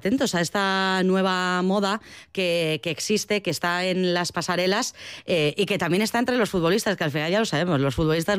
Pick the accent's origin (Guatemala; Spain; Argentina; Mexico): Spain; Basque Country; nos cuesta como vascos